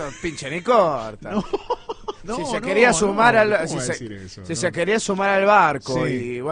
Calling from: San Luis, Argentina; yo, que vengo desde la ciudad de San Luis

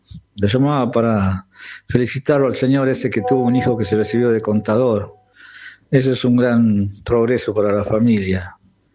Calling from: Bernal, Buenos Aires Province, Argentina; de Bernal

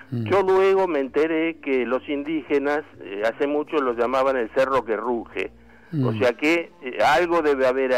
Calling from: Buenos Aires, Argentina; de Villa Santa Rita.

